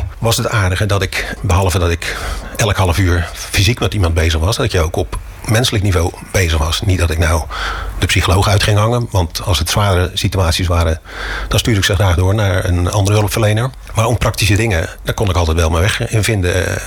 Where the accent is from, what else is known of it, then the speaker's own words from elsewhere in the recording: Rozenburg, South Holland, Netherlands; also born or lived in Heusden; Geboren in Heusden, in Brabant. Daar zijn we, omdat mijn vader bij Verholmen werkte, een scheepsvaartbedrijf, gingen we uit Brabant naar hier naar Rotterdam, naar Rozenburg.